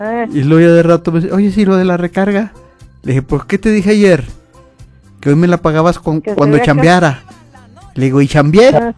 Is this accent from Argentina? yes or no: no; Mexico; cómo somos los mexicanos